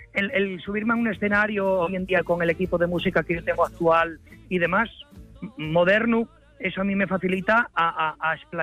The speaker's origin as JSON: {"language": "Spanish", "region": "Asturias", "country": "Spain", "said": "soy un asturiano enamorado de una copla. No soy del sur, ni soy poeta, ni en mis raíces hay sangre flamenca"}